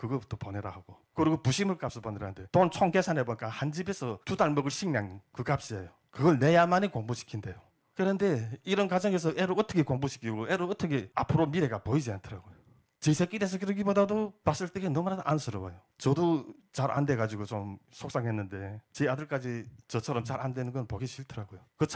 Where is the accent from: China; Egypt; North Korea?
North Korea; now in South Korea; 야 이거 북한에서 태어난 거 왜 이렇게 후회되고